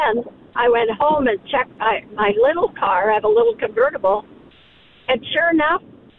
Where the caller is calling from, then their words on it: Davenport, United States; Hi. I'm from Davenport.